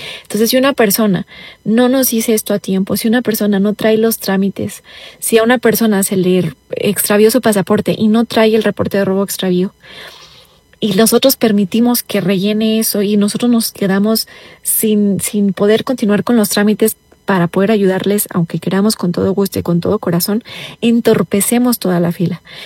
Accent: Mexico; moved away; porque somos mexicanos y tenemos ese derecho.

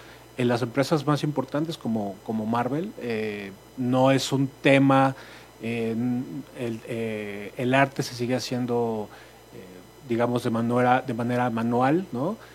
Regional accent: Mexico; En el caso, somos un equipo de trabajo que vale la pena mencionarlo también. Somos mexicanos.

